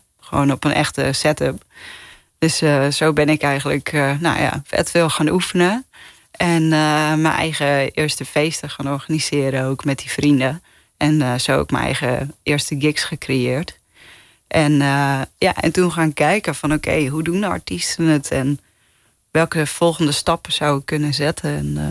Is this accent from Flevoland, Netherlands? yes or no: no; Gouda, South Holland, Netherlands; now in Amsterdam, Netherlands; ik kom uit Gouda.